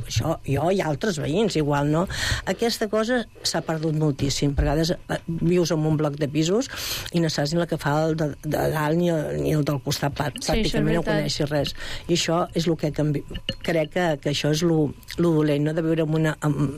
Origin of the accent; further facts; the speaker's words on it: Mollet del Vallès, Catalonia, Spain; jo soc de Mollet tota la vida, visc ara a la mateixa casa on vaig néixer.